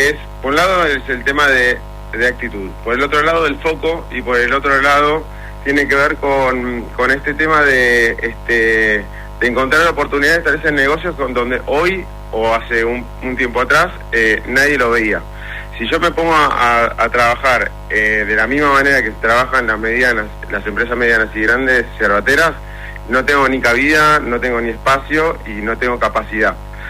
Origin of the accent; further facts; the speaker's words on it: Buenos Aires, Argentina; Veía, soy una persona de Capital Federal, y tomaba mate de manera social, cuando había mate en la mesa entre amigos y familia